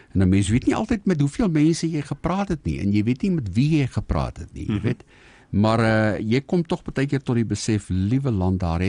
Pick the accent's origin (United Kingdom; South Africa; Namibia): Namibia; Nee, ek kom uit Namibia uit. Ek het skool gegaan hier in 'n stoel universiteit toe.